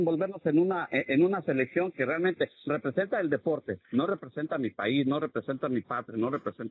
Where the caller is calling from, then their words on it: Mexico; como mexicanos tenemos que tener los pies bien situados en la tierra